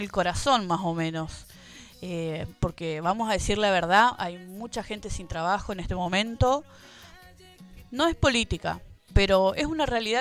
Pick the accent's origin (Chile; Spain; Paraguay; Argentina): Argentina; Somos argentinos, hemos pasado por los peores momentos